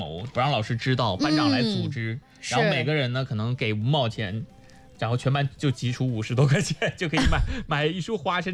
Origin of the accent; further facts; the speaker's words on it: China